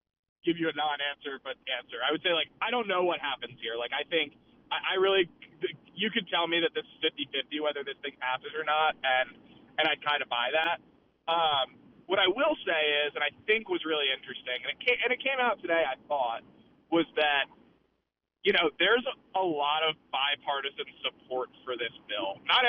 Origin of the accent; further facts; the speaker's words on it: Washington, District of Columbia, United States; moved away; I grew up in Washington, D.C.